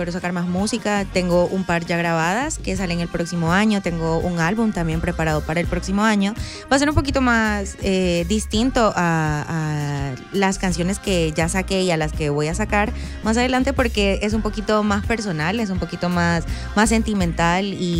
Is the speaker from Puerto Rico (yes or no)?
no; Lourdes, La Libertad, El Salvador; yo soy de Lourdes.